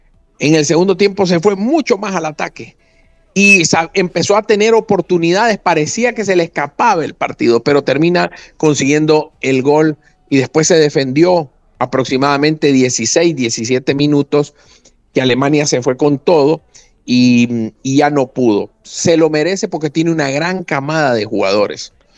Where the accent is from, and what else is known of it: Honduras